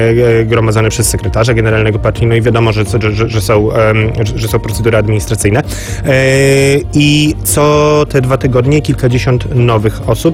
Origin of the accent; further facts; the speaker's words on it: Nowy Sącz, Lesser Poland, Poland; Bardzo się cieszę, bo przez to, że jestem z Nowego Sącza, to wiem, jak wyglądała podróż koleją albo czymkolwiek tak naprawdę z Nowego Sącza do Krakowa.